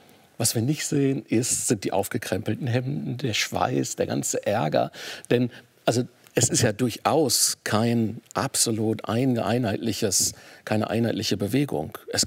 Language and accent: German; North Rhine-Westphalia, Germany; Was an den Füßen hat, wie man bei uns in Westfalen sagt.